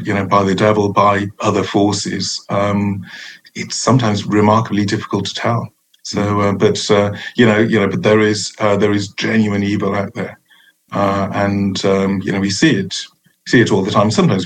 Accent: Merthyr Tydfil, Wales, United Kingdom; moved away as an adult; now in Cardiff, United Kingdom; I'm from Merthyr, as you can tell from the accent. So Merthyr Tydfil, a large town in the South Wales Valleys, about 25 miles north of Cardiff. I grew up there, went to school there

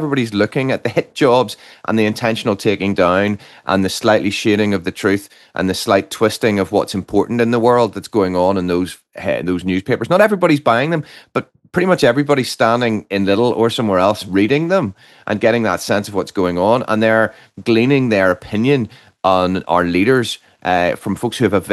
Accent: Northern Ireland, United Kingdom; I come from Northern Ireland

